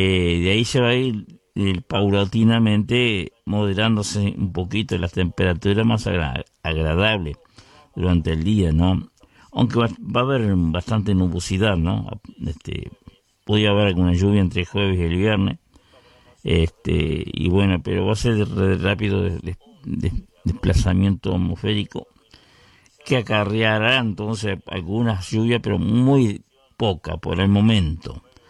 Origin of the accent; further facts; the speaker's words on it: Vergara, Treinta y Tres, Uruguay; Vergara, un saludo para la gente de mi pueblo